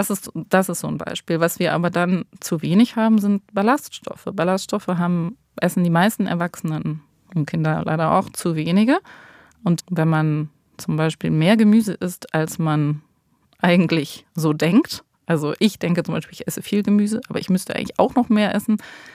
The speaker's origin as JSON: {"language": "German", "region": "Southern Germany", "country": "Germany", "moved": "yes", "lives_now": "Berlin, Germany", "said": "Ich komme ja eben auch aus Süddeutschland."}